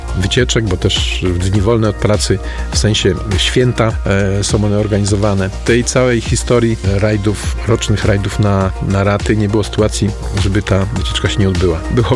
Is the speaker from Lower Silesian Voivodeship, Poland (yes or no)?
yes; Lower Silesian Voivodeship, Poland; u nas w Karkonoszach